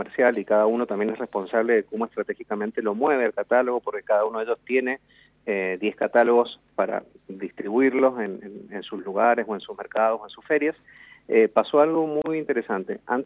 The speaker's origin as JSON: {"language": "Spanish", "region": "Mendoza", "country": "Argentina", "said": "lo que somos nosotros como mendocinos en este oasis y en este desierto"}